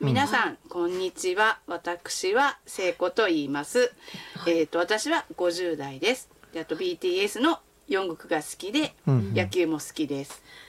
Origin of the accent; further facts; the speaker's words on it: South Korea; やっぱり韓国人なので発音とかはやっぱりその辺の日本の方に比べると、まあハングルも習っていたので、いけると思う